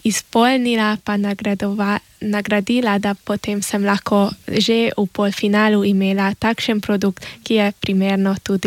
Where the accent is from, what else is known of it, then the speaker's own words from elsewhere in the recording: Szakonyfalu, Vas, Hungary; Ja, sem iz Sakalovec, sem porabska Slovenka, tako oče kot mama sta porabska Slovenca in sem šla študirati v Budimpešto